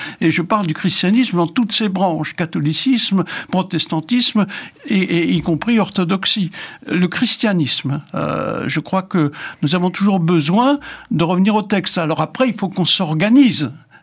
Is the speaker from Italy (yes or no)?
no; Grand Est, France; Enfin, chez nous, en Alsacien, on appelait ça Tziguinor.